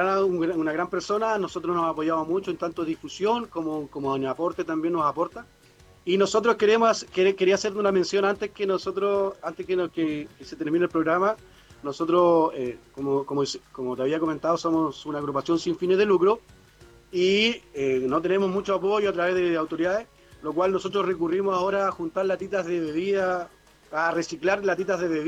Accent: Puerto Aysén, Aysén, Chile; Yo conozco allá, yo soy de Puerto Aysén

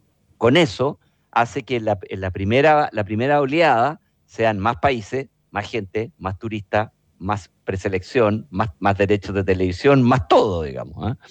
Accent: Chile; nosotros como chilenos

